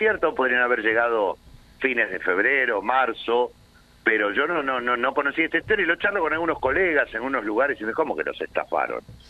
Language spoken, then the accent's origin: Spanish; Argentina; somos todos argentinos.